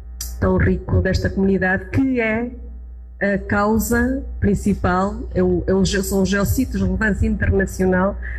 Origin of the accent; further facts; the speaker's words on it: Arouca, Norte, Portugal; eu venho de Portugal, de Arouca